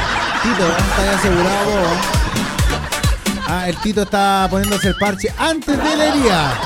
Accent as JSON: {"language": "Spanish", "town": "San Vicente", "region": "O'Higgins", "country": "Chile", "said": "yo soy de San Vicente, estamos bien lejos"}